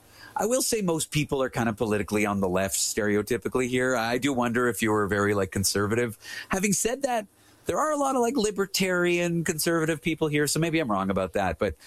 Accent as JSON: {"language": "English", "country": "Canada", "said": "And I said, George, I'm Canadian. I know who you are."}